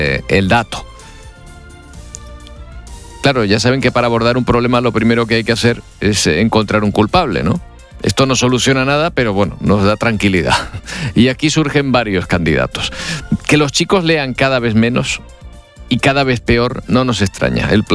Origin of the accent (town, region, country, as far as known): Canary Islands, Spain